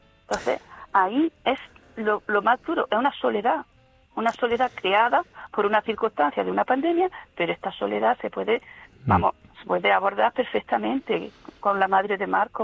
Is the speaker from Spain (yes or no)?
yes; Jaén, Andalusia, Spain; No, soy enfermera de aquí, de Jaén.